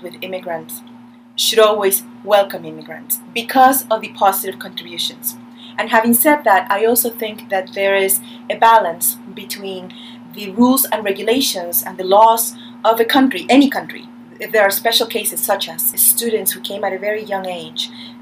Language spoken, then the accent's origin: English; Pittsburgh, Pennsylvania, United States; my parents decided to move to the United States. So that brought us to Pittsburgh, My siblings and I grew up basically here in Pittsburgh.